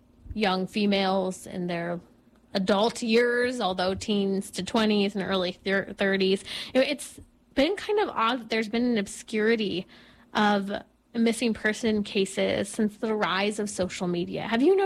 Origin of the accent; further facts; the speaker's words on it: California, United States; I chose three states, my home state of California, Florida, and then Georgia, as three states to just look at how many children are missing in those states.